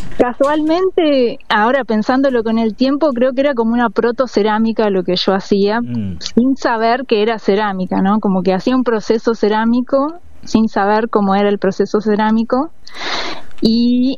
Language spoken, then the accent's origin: Spanish; La Pampa, Argentina; moved away as an adult; now in Buenos Aires, Argentina; Después, bueno, me fui de La Pampa, me vine a Buenos Aires a estudiar. Bueno, en La Pampa también, antes de venirme, ya también hice, seguí con el taller, ¿no?, de cerámica.